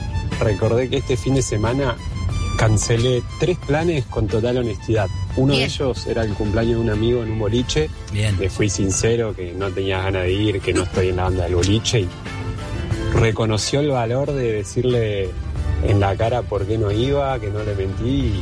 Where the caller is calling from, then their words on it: Garín, Buenos Aires Province, Argentina; de Garín.